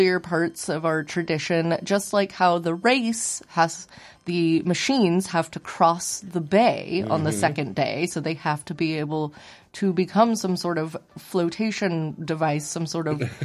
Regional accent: Arcata, California, United States; especially having grown up here. I grew up in Arcata

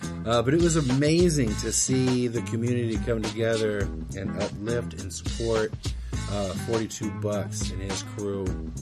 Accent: Humboldt County, California, United States; growing up in Humboldt County, as a hip-hop head and someone who loves the culture

